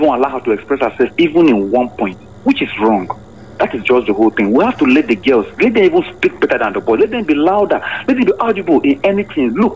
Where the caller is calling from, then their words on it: Makurdi, Benue, Nigeria; I'm calling from Manor Quarters here in Makurdi.